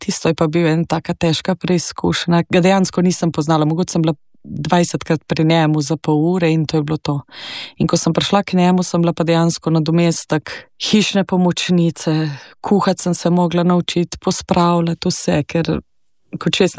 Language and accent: Slovenian; Bohinjska Bela, Upper Carniola, Slovenia; Prihajam iz Gorenjske, iz Bohinjske Bele.